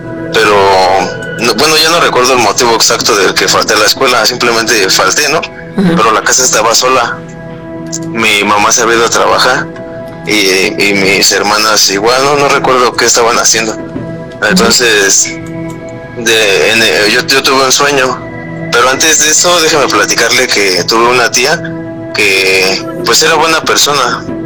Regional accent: Mexico City, Mexico; Yo soy de la Ciudad de México, Iztapalapa.

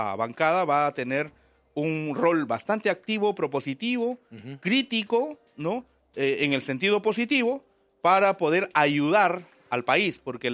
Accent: Chanchamayo, Junín, Peru; moved away; Yo vengo de Chanchamayo, pues, tierra frutera, cafetera.

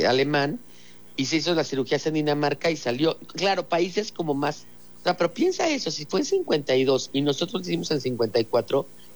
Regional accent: Mexico; O sea, lo dijo con jiribilla porque pues ya sabes cómo somos los mexicanos.

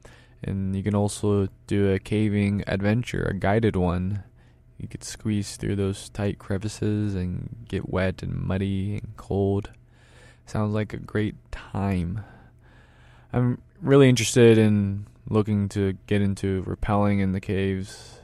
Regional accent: Louisville, Kentucky, United States; I'm from Kentucky, like Louisville area, and we have Mammoth Cave.

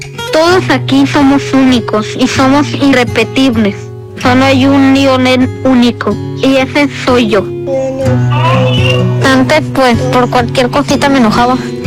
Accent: Tijuana, Baja California, Mexico

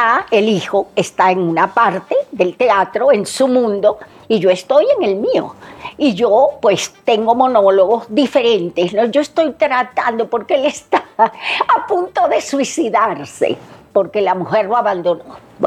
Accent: Venezuela; now in Mexico; Y que terminó en mi país. Terminó en Venezuela

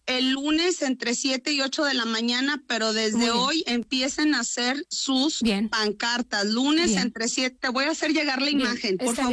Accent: Ciudad Mante, Tamaulipas, Mexico; yo estoy a 3 horas, yo no soy de Madero, yo soy de Mante

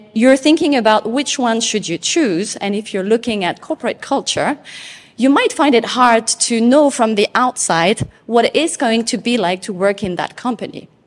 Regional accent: Tahiti, French Polynesia; born or raised there

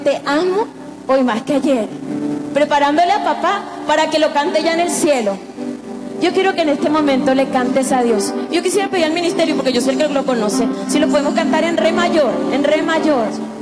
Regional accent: Paraguay; Yo soy de Paraguay, yo vivo en Paraguay.

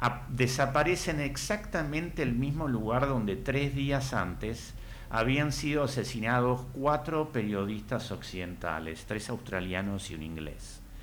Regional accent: Argentina; quién somos los argentinos

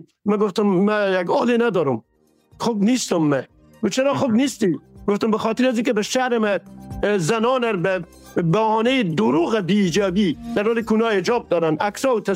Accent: Herat, Afghanistan; moved away; در شخص خودمه که از هرات هستم

